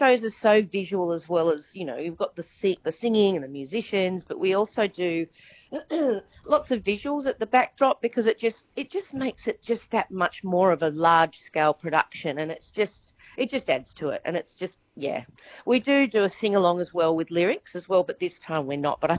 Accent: Sydney, New South Wales, Australia; moved away as an adult; also born or lived in Middle East; now in Perth, Australia; I started off in Sydney with a band called … because I'm from Sydney.

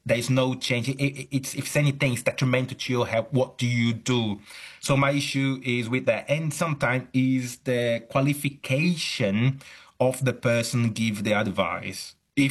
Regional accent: Brazil; now in United Kingdom; I'm originally from Brazil, though I'm academic at the University of Chichester in the UK. I see a lot of that also in Brazil.

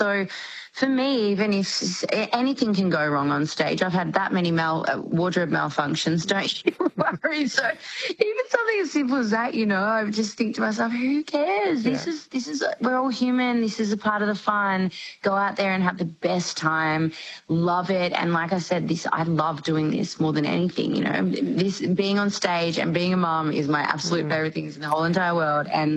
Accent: Victoria, Australia; I was a country girl. So I grew up in the Yarra Valley in Melbourne, and that was just such a big thing for me.

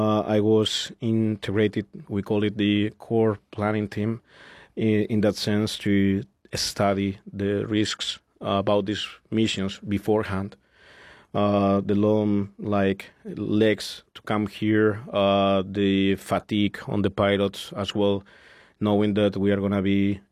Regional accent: Spain; English is a second language; The food here, man, we come from Spain, you know, we are very, you know, like, no, it was great.

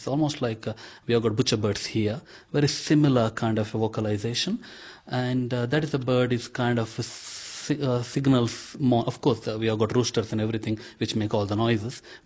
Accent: India; first language Konkani; English is a second language; So first song I picked up is called … That's my mother tongue.

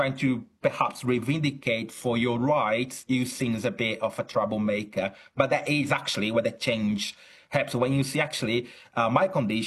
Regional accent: Brazil; now in United Kingdom; No, I think, I'm originally from Brazil, although I'm academic in at the University of Chichester in UK.

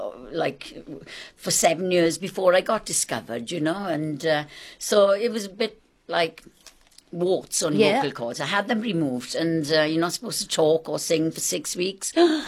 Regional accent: Wales, United Kingdom; accent: Welsh; I used to be so embarrassed about talking in between songs with my Welsh accent that I thought, oh, I'm going to try and do something about it, you know.

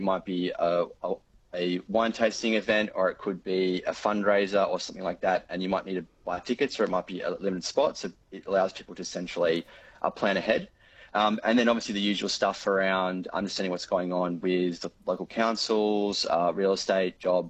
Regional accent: Albany, Western Australia, Australia; I grew up in Albany, went to school at Albany Primary School, went to school in Albany Senior High School. Loved growing up in the region

